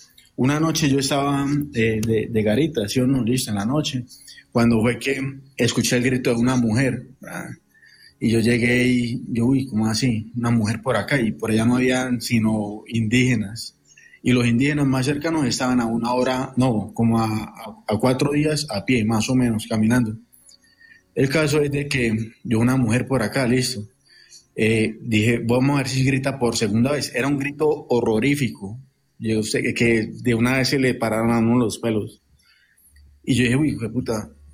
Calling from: Rionegro, Antioquia, Colombia; De Río Negro, Antioquia.

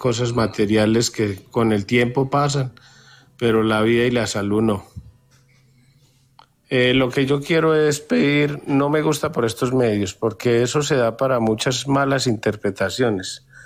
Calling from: Caramanta, Antioquia, Colombia; Desde Caramanta, Antioquia.

